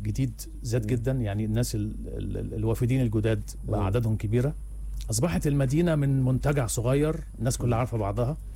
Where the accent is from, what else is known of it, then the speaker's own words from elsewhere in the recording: Alexandria, Alexandria Governorate, Egypt; moved away as an adult; also born or lived in Europe / Gulf; now in Sharm El Sheikh, Egypt; انا اصلا من اسكندريه